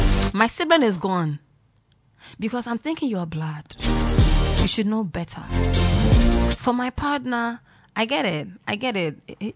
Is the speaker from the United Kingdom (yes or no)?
no; Ghana; I'm Ghanaian